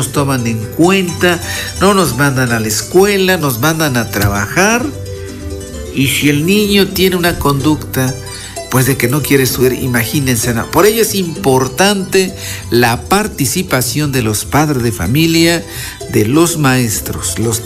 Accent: Ajalpan, Puebla, Mexico; Spanish is a second language; nuestra región de Tehuacán, concretamente en el municipio de Ajalpan

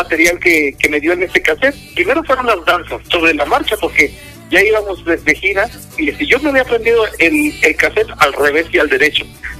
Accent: Huanca, Mexico; born there; Y trabajaba en las comunidades de ahí del municipio de Huanca, en donde yo nací.

